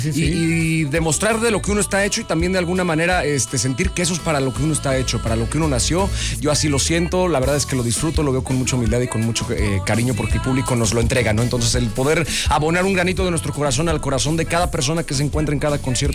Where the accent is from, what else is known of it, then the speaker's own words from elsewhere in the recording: Santiago de Querétaro, Querétaro, Mexico; De Querétaro, Querétaro, capital